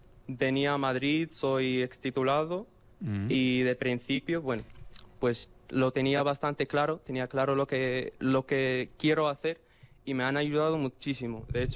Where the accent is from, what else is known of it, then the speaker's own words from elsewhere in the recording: Morocco; now in Spain; Soy de Marruecos.